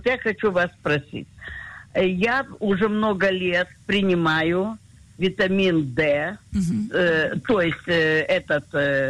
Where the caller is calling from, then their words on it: Tver, Tver Oblast, Russia; Я из Твери